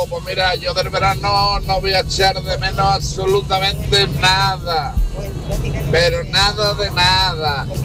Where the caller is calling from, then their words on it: Isla Cristina, Andalusia, Spain; vivo en Isla Cristina